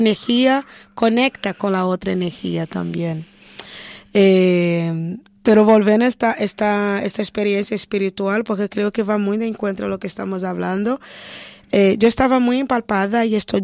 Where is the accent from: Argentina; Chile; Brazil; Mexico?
Brazil; primero me ven una mujer africana y después que digo que soy brasileña, que me escuchan hablar, que viene esta idea de latinidad brasileña